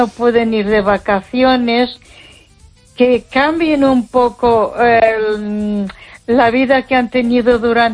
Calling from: Ponferrada, Castile and León, Spain; de Ponferrada.

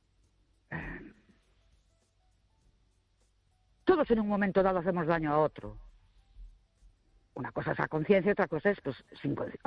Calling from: Ourense, Galicia, Spain; de Orense.

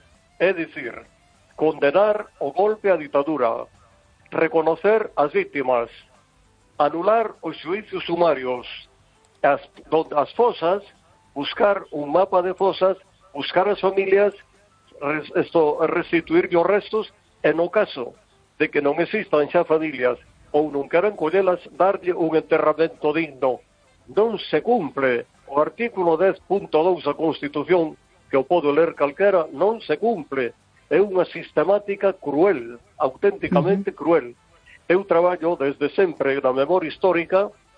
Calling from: Vigo, Galicia, Spain; Sí, vamos a ver

